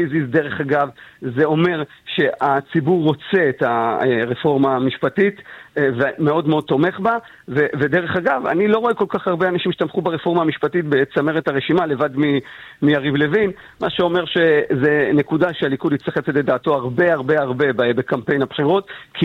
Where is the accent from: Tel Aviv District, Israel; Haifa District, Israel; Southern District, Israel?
Southern District, Israel; Ashkelon; בשכונה שלי, הדלתות לא היו נעולות. אומנם היינו גרים בצריפים